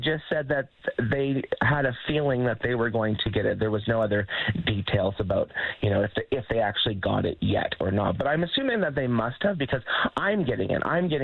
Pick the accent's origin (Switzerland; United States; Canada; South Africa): Canada; You know, I didn't have representation growing up in Canada in the 80s and 90s of who I was as a person